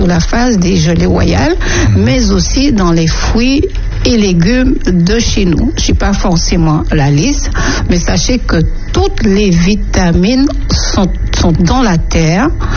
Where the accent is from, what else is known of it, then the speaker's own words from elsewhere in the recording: Martinique; chez nous à la Martinique.